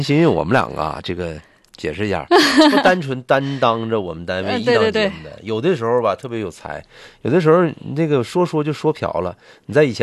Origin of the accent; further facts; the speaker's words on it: Heilongjiang, China; 我们的家乡啊，黑龙江，大美龙江的